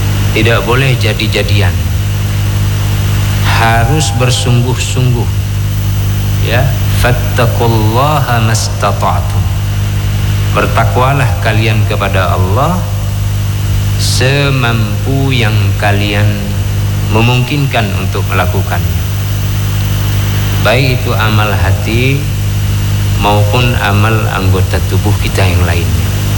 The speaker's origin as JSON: {"language": "Indonesian", "region": "Aceh", "country": "Indonesia", "said": "bahasa kita orang Aceh memang palak kita"}